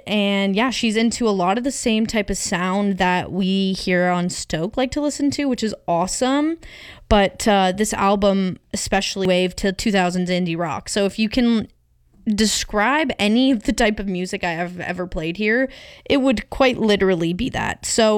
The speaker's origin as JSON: {"language": "English", "region": "Ontario", "country": "Canada", "accent": "southwestern Ontario", "said": "It's probably pronounced a lot nicer than in a French accent than my southwestern Ontario accent."}